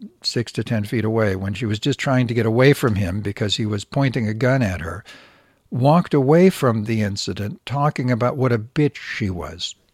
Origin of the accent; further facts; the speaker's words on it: Rafah, Gaza Strip, Palestine; now in Al-Mawasi, Palestine; Do I say I'm from Rafah, where I grew up, even though I can no longer return there? The city has been mostly destroyed.